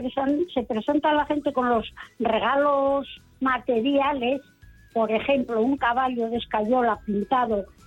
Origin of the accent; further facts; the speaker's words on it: Asturias, Spain; Yo soy asturiana, ¿eh? Y fui a dos bodas en la comunidad autónoma más baja de España.